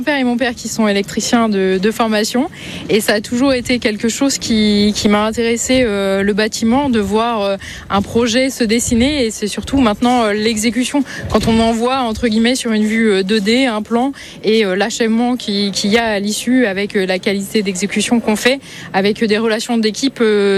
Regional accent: Rouen, Normandy, France; Nous, on est de Rouen.

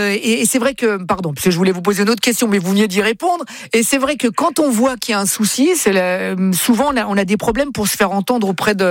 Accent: Italy

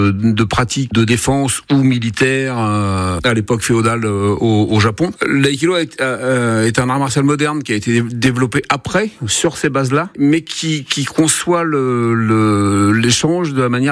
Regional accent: Normandy, France; Moi, je suis issu de la Normandie

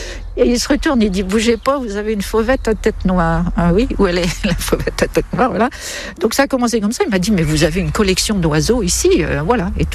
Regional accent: Pays de la Loire, France; born there; En fait, je suis née en Mayenne, dans un milieu qui est très rural, où mes grands-mères avaient des beaux jardins.

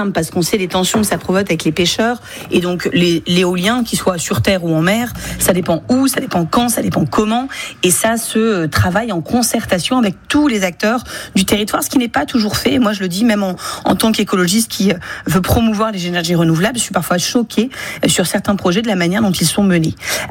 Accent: Hénin-Beaumont, Hauts-de-France, France; moved away; moi, je viens du bassin minier du Pas-de-Calais. Je me rappelle à Hénin-Beaumont, en CM2

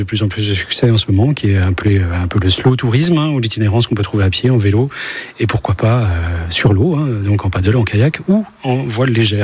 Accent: Brussels, Brussels-Capital Region, Belgium; moved away as an adult; now in Brittany, France; moi, je suis originaire de Bruxelles.

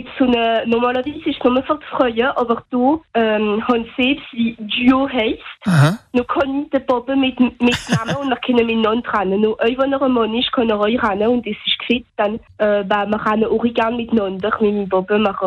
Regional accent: Strasbourg, Grand Est, France; Also, ich bin 14 Jahre alt und ich komme aus Strasbourg.

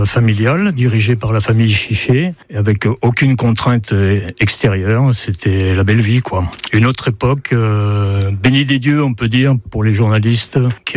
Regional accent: Rouen, Normandy, France; born there; En effet, puisque je suis né à Rouen, j'ai habité à Châteauroux.

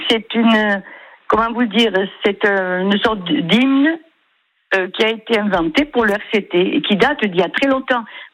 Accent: Occitanie, France; moved away as an adult; now in Toulon, France; Je suis originaire de l'Hérault, mais j'ai atterri à 70 parce que mon mari était marin.

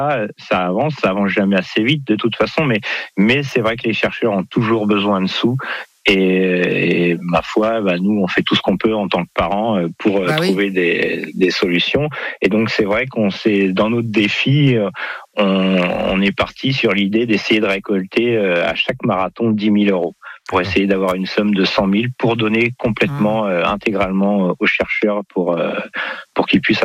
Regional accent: Normandy, France; Alors on est normand, c'est pour ça qu'on va souvent

